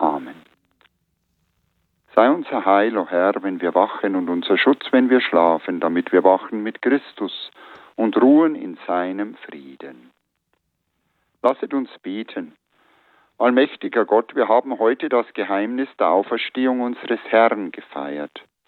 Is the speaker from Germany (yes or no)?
yes; Bavaria, Germany; Bei uns in der Oberpfalz, in der Diözese Regensburg